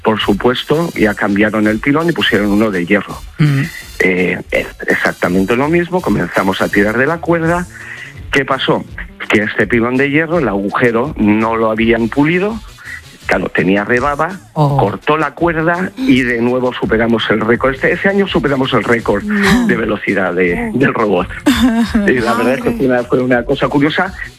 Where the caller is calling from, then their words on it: Castellón de la Plana, Valencian Community, Spain; Aquí os llamo desde Castellón